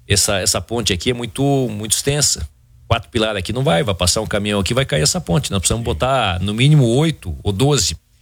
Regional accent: Balneário Camboriú, Santa Catarina, Brazil; born there; Eu nasci em Balneário Camboriú, né?

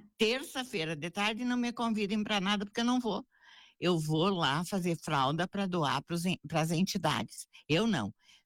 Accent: Soledade, Rio Grande do Sul, Brazil; Nasci em Soledade. É? Dia 17 de dezembro de 1948.

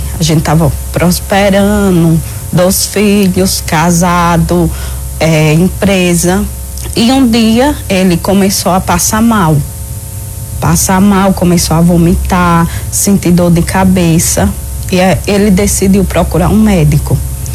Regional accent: Alagoas, Brazil; moved away as an adult; Eu saí de Alagoas, fiquei lá em São Paulo com ele, no hospital

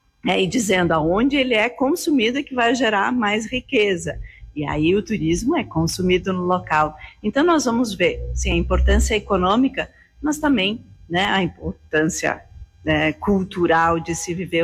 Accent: Rio Grande do Sul, Brazil; born there; moved away as an adult; also born or lived in Porto Alegre / Bento Gonçalves / Garibaldi; Eu quis voltar e justamente para contribuir com o desenvolvimento dessa região, né? Onde eu nasci

